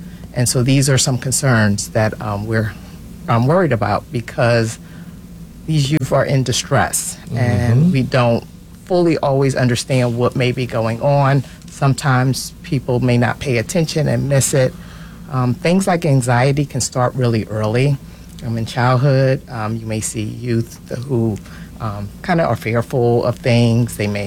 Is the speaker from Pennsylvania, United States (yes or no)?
yes; Philadelphia, Pennsylvania, United States; I came from Mount Airy